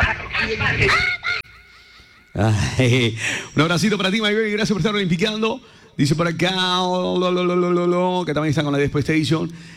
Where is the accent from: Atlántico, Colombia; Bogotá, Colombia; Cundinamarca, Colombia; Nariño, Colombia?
Atlántico, Colombia; Barranquilla; aquí somos barranquilleros